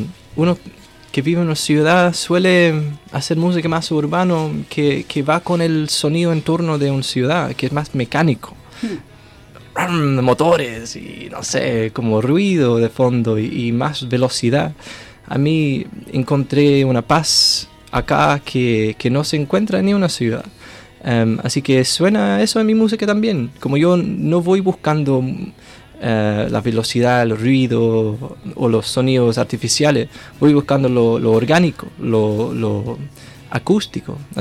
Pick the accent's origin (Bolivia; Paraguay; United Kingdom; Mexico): United Kingdom; Spanish is a second language; moved away; nosotros británicos somos los malos en las películas de Hollywood.